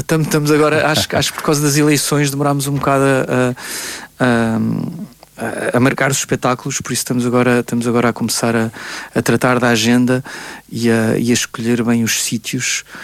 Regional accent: Coimbra, Centro, Portugal; primeira apresentação deste álbum foi em Coimbra, São Francisco, no Convento de São Francisco, uhum. na minha cidade natal. Estavam lá os meus pais, muito orgulhosos

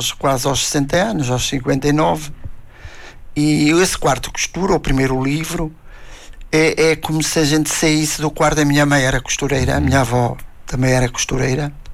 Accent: Portugal; E eu sou de uma aldeia de Minas de Jaltos, que era uma aldeia mineira, entre as montes.

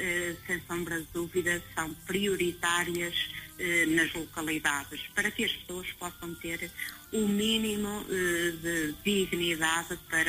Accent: Sendim, Portugal; born there; fazer algo pela minha terra

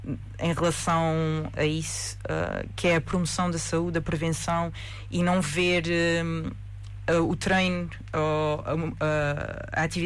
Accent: Santa Maria, Azores, Portugal; sempre preferi estar na minha terra. Acho que é, eu adoro Santa Maria

